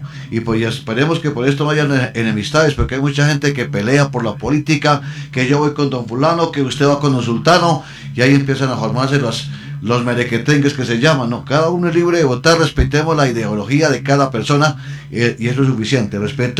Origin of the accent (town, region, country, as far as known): Colombia